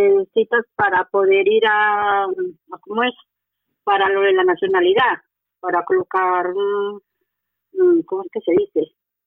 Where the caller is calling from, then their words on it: Madrid, Community of Madrid, Spain; de Madrid.